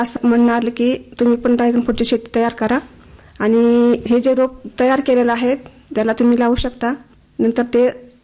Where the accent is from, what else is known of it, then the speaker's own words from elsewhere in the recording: Shingoli, Maharashtra, India; moved away as an adult; now in Dharashiv, India; माझं माहेर आहे शिंगोली